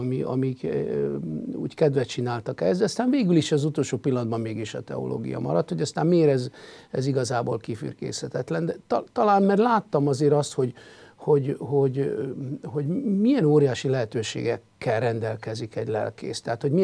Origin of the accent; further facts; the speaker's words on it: Tengelic, Tolna, Hungary; A történet ugye valaholnan Tolna megyéből indul el.